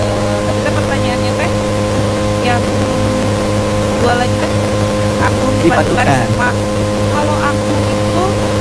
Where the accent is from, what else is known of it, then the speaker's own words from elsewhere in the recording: West Java, Indonesia; Kita orang Sunda punya nada sendiri namanya Darmina Tilada.